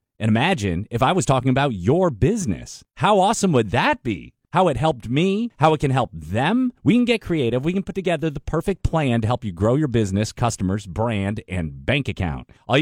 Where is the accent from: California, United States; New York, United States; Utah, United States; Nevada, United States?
New York, United States; I'm from New York, but I don't know.